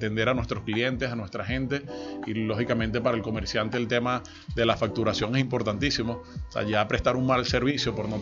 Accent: Venezuela

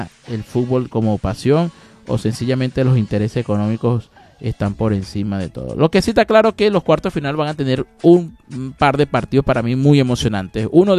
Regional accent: Venezuela; toda esta situación que hemos vivido como venezolanos.

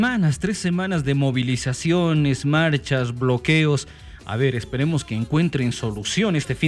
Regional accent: Bolivia

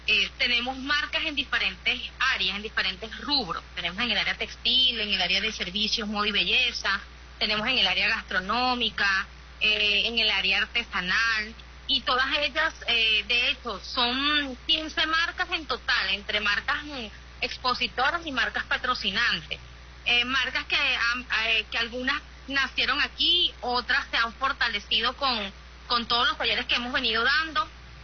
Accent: Venezuela; Vine con unas expectativas un poco caídas, como muchos venezolanos, venezolanas, pues afrontamos muchas situaciones que son ajenas a nuestro control.

